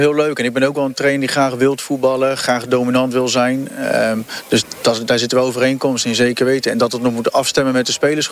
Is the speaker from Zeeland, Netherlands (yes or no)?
yes; Goes, Zeeland, Netherlands; born there; moved away; also born or lived in Rotterdam; ik ben geboren in Goes, dus dat is wel leuk. En gewoond in Heinkensand. En op een gegeven moment verhuisd, omdat mijn ouders in Rotterdam werkten. Dus zodoende. En dan wel een tijdje weer teruggewoond in Zeeland, in Heinkensand.